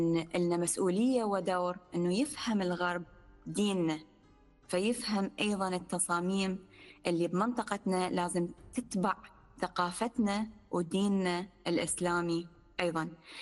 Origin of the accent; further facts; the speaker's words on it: Iraq; moved away; يعني إحنا عشنا بالبلدان العربية، أنا عشت كبرت وترعرعت بالعراق